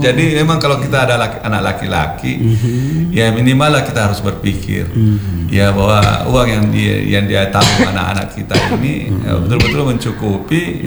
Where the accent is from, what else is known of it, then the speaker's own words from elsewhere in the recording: Sinjai, South Sulawesi, Indonesia; Saya keluarga besar, tapi saya kan Bugis Sinjai.